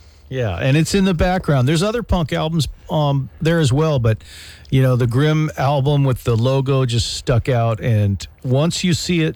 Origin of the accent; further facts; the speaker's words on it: Los Angeles, California, United States